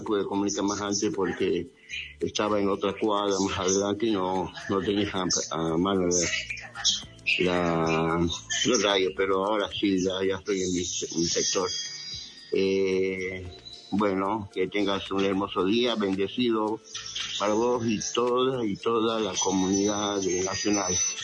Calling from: Jujuy, Argentina; desde acá de Jujuy … te está saludando

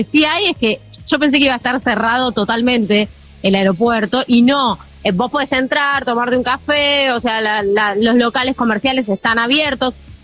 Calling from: Argentina; acá en Argentina no decimos así.

